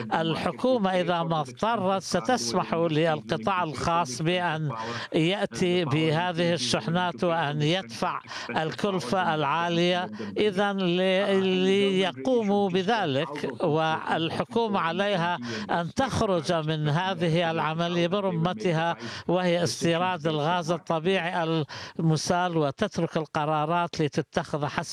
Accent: Pakistan

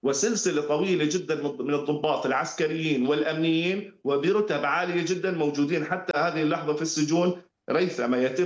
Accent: Syria; نتمنى كسوريين

